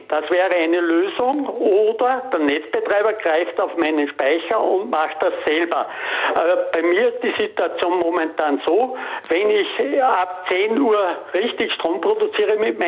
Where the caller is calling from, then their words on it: Bad Leonfelden, Upper Austria, Austria; ich bin aus Bad Leonfelden